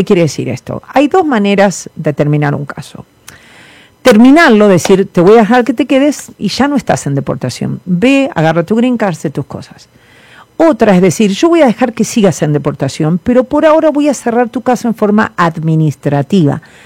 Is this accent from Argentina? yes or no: yes; Argentina; now in United States; y soy recontra argentino. Lo que pasa es que, bueno, mi abuela paterna, era dinamarquesa, y mi otro abuelo era italiano